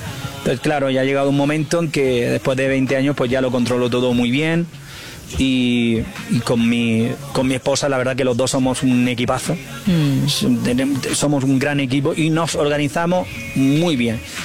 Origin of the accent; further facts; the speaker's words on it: Almería, Andalusia, Spain; moved away; en mi tierra, en Almería